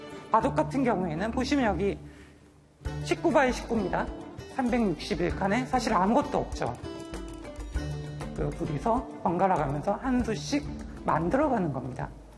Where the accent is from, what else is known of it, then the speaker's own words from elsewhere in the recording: Sinan, South Jeolla, South Korea; 제 고향 신안에서 하게 돼서 정말 저한테도 굉장히 뜻깊고